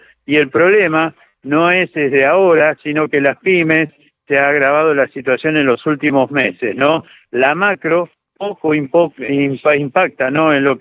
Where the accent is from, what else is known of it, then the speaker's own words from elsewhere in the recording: Argentina; A nosotros como argentinos nos hace muy bien, ¿no?